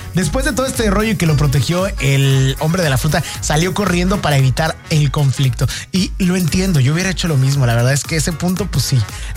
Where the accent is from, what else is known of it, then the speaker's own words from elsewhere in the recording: Mexico; yo siendo mexicano